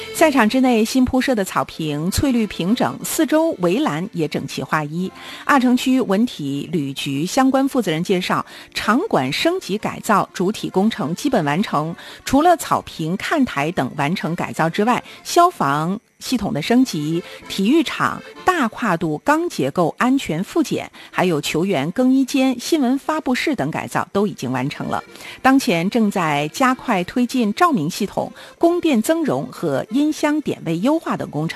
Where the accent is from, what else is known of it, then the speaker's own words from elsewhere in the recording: Harbin, Heilongjiang, China; 咱们这个哈尔滨人都说江燕儿啊